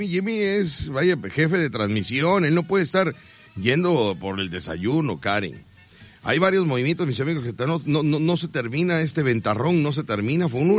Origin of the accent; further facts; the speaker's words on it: Veracruz, Mexico; Porque yo, pues soy veracruzano, y un veracruzano tiene que haber trabajado en el muelle